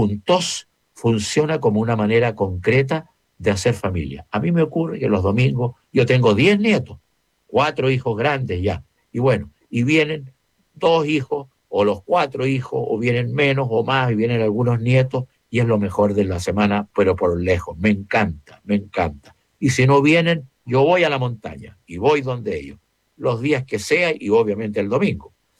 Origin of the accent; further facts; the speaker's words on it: Santiago, Santiago Metropolitan Region, Chile; ¿Somos buenos los santiaguinos y de las personas de las distintas ciudades para la tertulia o ya eso quedó atrás?